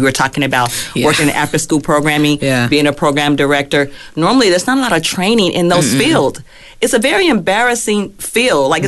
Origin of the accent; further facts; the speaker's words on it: Compton, California, United States; So growing up in Compton, created those spaces.